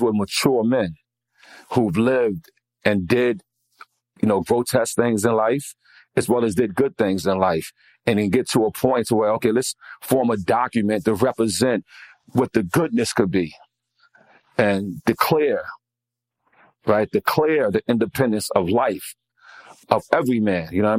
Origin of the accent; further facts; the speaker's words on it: United States; that's important to me as an American citizen, because when I travel around the world, I travel as an American citizen. That's my passport.